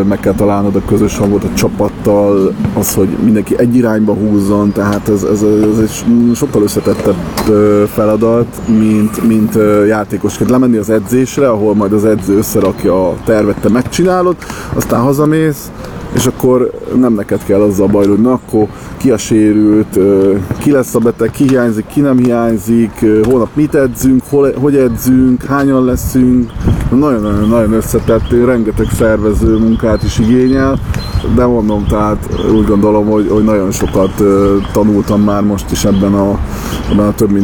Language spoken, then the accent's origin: Hungarian; Orosháza, Békés, Hungary; also born or lived in Szeged; Gyakorlatilag Orosházán születtem, ott nőttem föl, Szegeden voltak a legszebb éveim